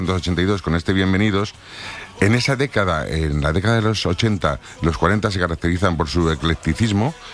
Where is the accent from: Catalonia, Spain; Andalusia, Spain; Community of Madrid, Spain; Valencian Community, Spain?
Community of Madrid, Spain; Alcalá de Henares; en mi pueblo, en Alcalá de Henares